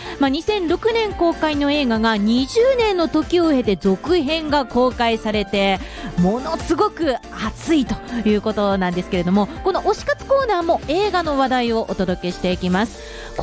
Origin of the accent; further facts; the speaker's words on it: Nagasaki, Japan; 私のね地元長崎にバスケチームがねできた